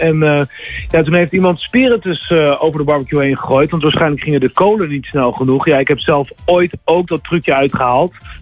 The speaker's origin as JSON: {"language": "Dutch", "country": "Netherlands", "said": "wij Nederlanders gewoon niet heel erg gewend zijn aan deze hoge temperaturen."}